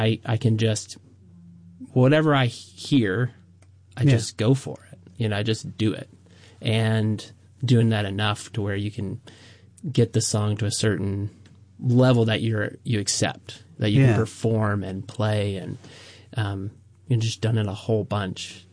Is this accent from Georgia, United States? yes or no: yes; Georgia, United States; moved away as an adult; now in Kansas City, United States; I'm originally from Georgia.